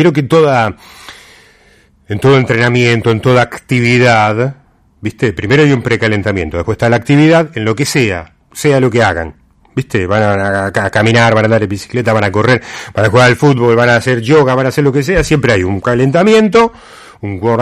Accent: Argentina; somos argentinos

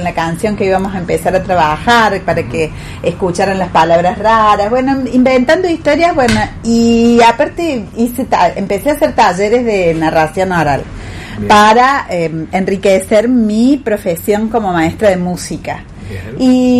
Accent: Córdoba, Argentina; accent: cordobés; Apenas hablo, Córdoba es así, tal cual.

